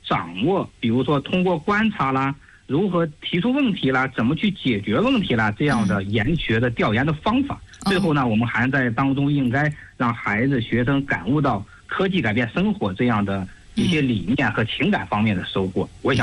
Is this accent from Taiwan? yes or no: no; Zhangjiakou, Hebei, China; 我们张家口